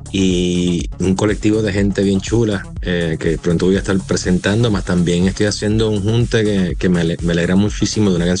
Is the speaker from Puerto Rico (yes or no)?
yes; Puerto Rico; now in United States